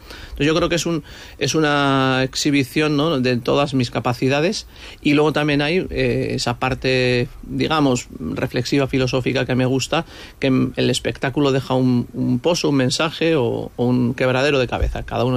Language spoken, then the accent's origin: Spanish; San Sebastián, Basque Country, Spain; soy un chico de Donosti vasco, de nuestra cultura, y al final siempre me puedo apoyar ahí. O sea, ante la duda yo puedo hablar de nuestras locuras de Donosti, de ser guipuzcoano, de lo diferente que es ser de Bilbao y ser de Donosti, de ser vasco